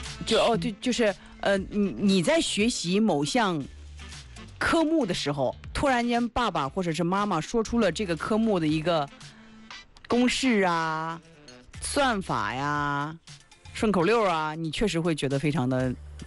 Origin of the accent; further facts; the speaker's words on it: Feixi, Anhui, China; accent: Feixi dialect; 我们这方言好大